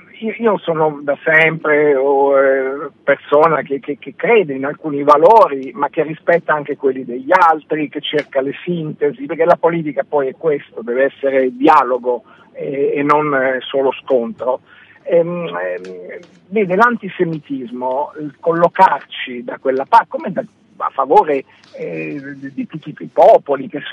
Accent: Umbria, Italy; moved away; io sono cresciuto a Marcia della Pace per Perugia Assisi, essendo umbro

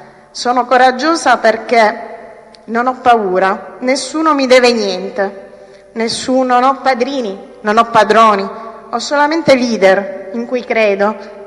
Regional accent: Mazara del Vallo, Sicily, Italy; Io vengo da Mazara del Vallo

